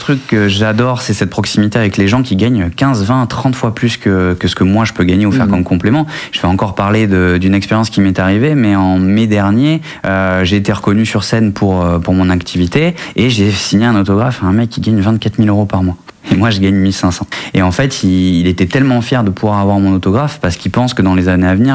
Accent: Périgueux, Nouvelle-Aquitaine, France; born there; Moi je suis français, je suis né ici à Périgueux.

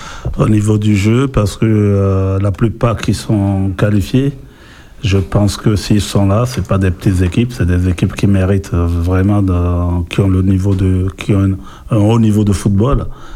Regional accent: France; Sans oublier qu'on est français, ah, donc oui. En parlant d'être français, moi je supporte bien la France

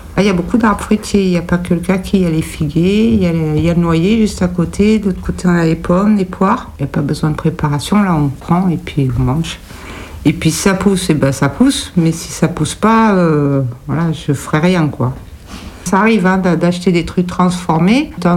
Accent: France; born there; Moi, je suis née en France, j'ai appris à manger des produits français.

